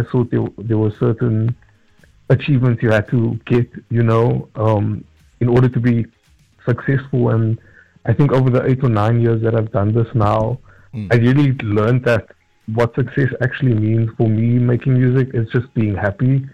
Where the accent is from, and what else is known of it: South Africa